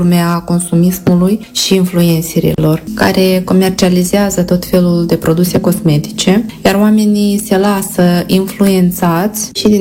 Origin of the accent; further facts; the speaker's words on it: Rublenița, Soroca District, Moldova; moved away as an adult; now in Spain; vin din Republica Moldova, din satul Rublenița.